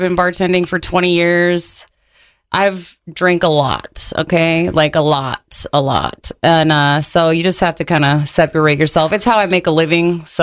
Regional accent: Colorado, United States; I mean, I'm from Colorado

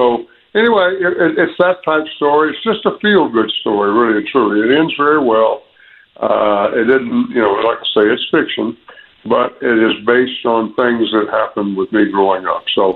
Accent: Quitman, Georgia, United States; my life growing up in South Georgia, in Quitman, Georgia, just outside of Valdosta, Georgia. People know where that is. I grew up there

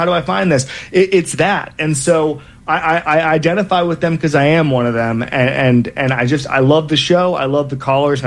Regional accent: the South, United States; that's because I'm from the South and my family are huge college football fans

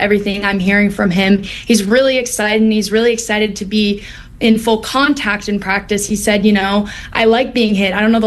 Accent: Austin, Texas, United States; this also has to do with the fact that I'm from Austin

